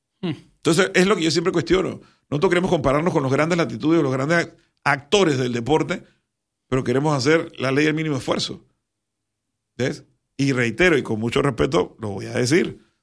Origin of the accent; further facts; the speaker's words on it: Panama; ¿qué estaríamos nosotros como panameños, todos los panameños